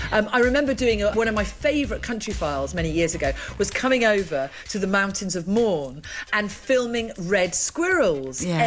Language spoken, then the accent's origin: English; Ireland; born there; I was number 1 in the UK, and I was like, but I want to be number 1 in Ireland as well, because I was born in Ireland.